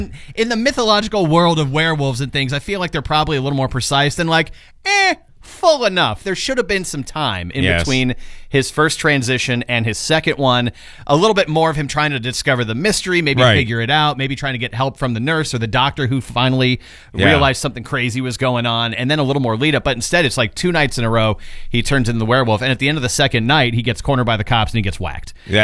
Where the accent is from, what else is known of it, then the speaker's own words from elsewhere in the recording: United States; as an American